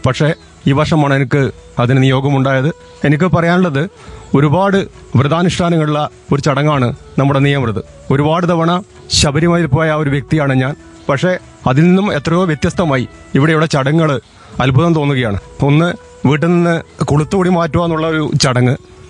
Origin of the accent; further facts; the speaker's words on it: Chakkarakkal, Kerala, India; ഞാൻ ചക്രകൾ സ്വദേശിയാണ്.